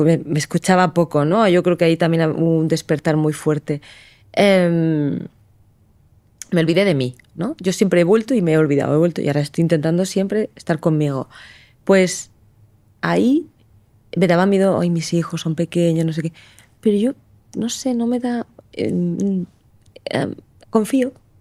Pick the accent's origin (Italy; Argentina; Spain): Spain; Lorca, Region of Murcia; also born or lived in Águilas; yo nací en Águilas y criada en Lorca.